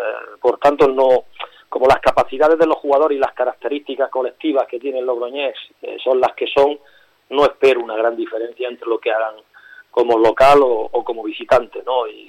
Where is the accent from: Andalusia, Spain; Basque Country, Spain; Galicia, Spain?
Andalusia, Spain; Granada; el Granada B, que yo soy granadino, está en tercera red